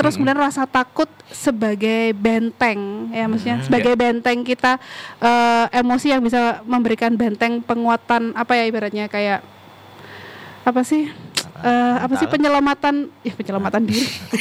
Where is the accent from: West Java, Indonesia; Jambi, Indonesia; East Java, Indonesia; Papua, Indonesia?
East Java, Indonesia; Malang; Kalau karena aku orang Malang ya.